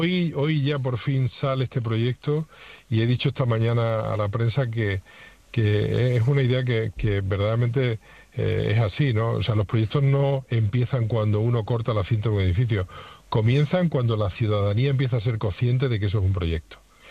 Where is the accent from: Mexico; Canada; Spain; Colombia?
Spain; Badajoz, Extremadura; los que tenemos ya mucha edad y los que hemos crecido en esta ciudad